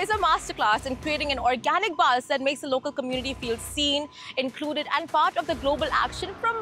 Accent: India

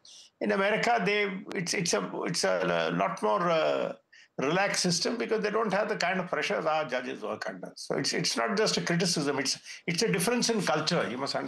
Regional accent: India; when you are looking at it as an Indian

